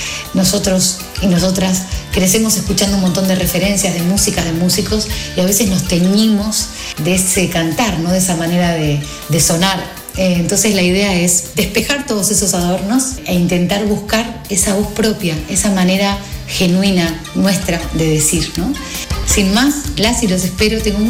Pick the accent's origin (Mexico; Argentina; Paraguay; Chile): Argentina; moved away as an adult; now in Madrid, Spain; Soy una música argentina, pero que hace muchos años, hace como 19 años que vive en Madrid.